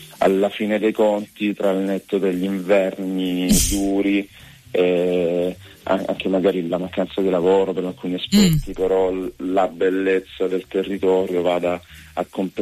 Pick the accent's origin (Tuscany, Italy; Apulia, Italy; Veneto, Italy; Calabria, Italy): Apulia, Italy; ho scelto di vivere qui nel Salento fortemente, è stata una scelta di vita